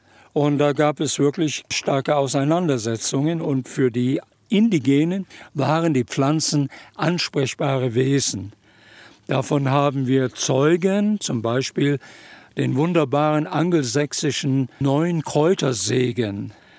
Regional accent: Oldenburg, Lower Saxony, Germany; Das haben wir als Kinder in Oldenburg

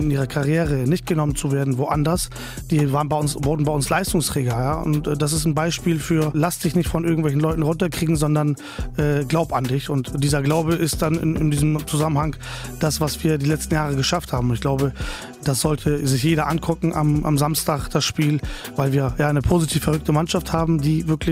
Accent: Bremen, Germany; ich bin quasi in Hemeling geboren. Das ist ein Arbeiterviertel, das ist nicht ganz so einfach.

